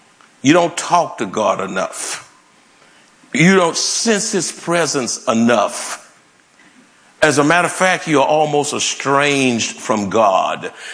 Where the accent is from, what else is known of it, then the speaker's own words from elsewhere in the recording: Houston, Texas, United States; And I said, "Well, I'm from Houston originally."